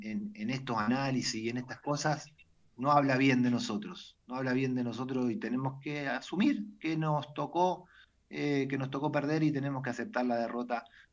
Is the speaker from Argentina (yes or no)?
yes; Argentina; moved away; Me siento absolutamente orgulloso como argentino